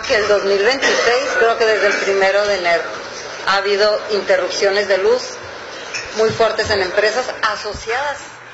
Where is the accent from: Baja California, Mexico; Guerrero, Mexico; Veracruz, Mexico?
Baja California, Mexico; Mexicali; Es un tema que nos preocupa a todos los que somos de Mexicali